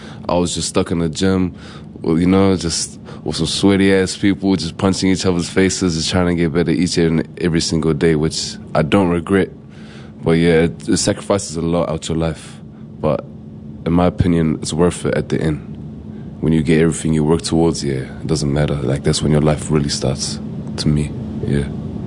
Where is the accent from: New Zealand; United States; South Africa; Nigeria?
New Zealand; and I grew up here in New Zealand.